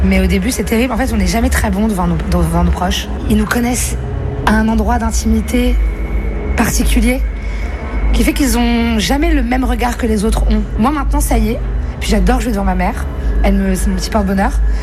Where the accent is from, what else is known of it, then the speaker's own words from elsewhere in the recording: Nice, Provence-Alpes-Côte d'Azur, France; moved away as an adult; Je suis née à Nice. J'ai grandi à Nice jusqu'à mes 18 ans, quasiment. Ma mère est toujours à Nice, mon père est un Cannois.